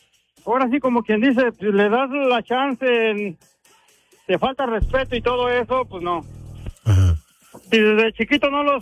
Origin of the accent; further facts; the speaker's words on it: Mexico City, Mexico; No, yo no soy importante, yo nomás soy Chilango y es todo.